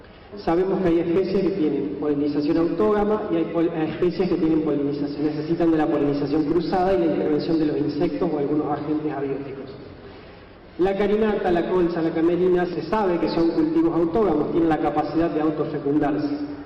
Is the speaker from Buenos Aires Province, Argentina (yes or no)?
no; Santa Fe, Argentina; vengo de la provincia de Santa Fe